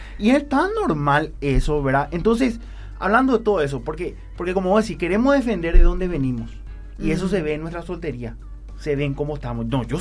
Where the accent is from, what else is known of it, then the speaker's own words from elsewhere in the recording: Paraguay; nosotros como paraguayos